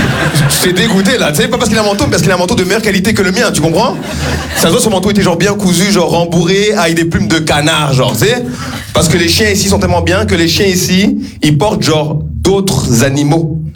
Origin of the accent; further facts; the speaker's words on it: Rwanda; now in France; Je suis Rwandais. Voilà, je suis fier de mes origines, quoi. Surtout parce que je suis un Rwandais rare, tu vois. Je suis un Rwandais qui existe.